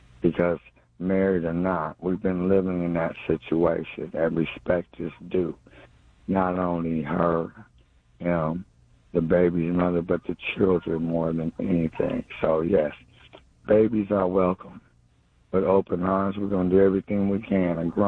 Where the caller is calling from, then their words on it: Cleveland, Ohio, United States; I'm calling from Cleveland